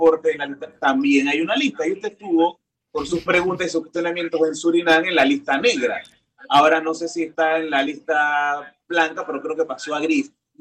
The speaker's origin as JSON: {"language": "Spanish", "country": "Panama", "said": "en Panamá todavía estamos discutiendo"}